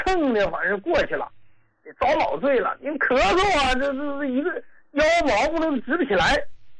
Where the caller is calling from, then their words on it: Qiqihar, Heilongjiang, China; 嗯，我是黑龙江的。